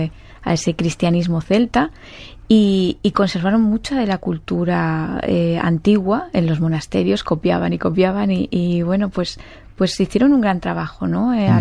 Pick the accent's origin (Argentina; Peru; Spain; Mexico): Spain; Madrid, Community of Madrid; pero luego también he hecho bastante de siglo XIX Madrid, porque soy madrileña